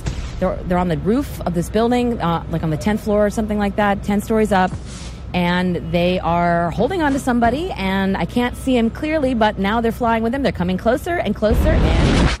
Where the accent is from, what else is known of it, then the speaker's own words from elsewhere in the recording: New York City, New York, United States; As a New Yorker, I agree with that 100%.